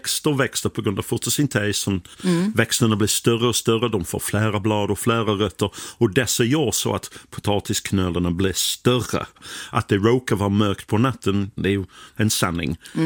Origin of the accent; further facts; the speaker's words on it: England, United Kingdom; Swedish is a second language; now in Sweden; han var ändå en hjälte för mig när jag var liten i England och kollade på skidåkning på lördag eftermiddag.